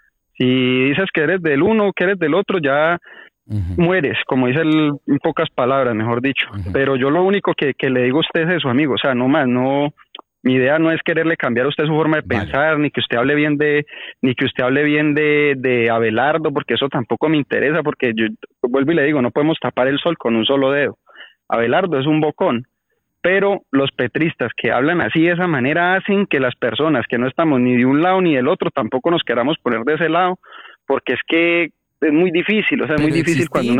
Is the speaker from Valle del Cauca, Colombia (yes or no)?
yes; Cali, Valle del Cauca, Colombia; moved away as an adult; de Cali y tengo 26 años, soy joven. Me vine hace 4 años de Colombia. ¿Por qué? Porque yo vengo de un barrio bajo donde realmente las oportunidades siempre han sido pocas.